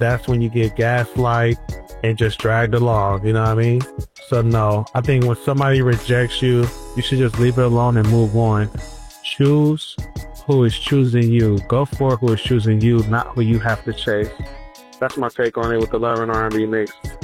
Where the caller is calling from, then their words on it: Houston, Texas, United States; I'm calling from Houston.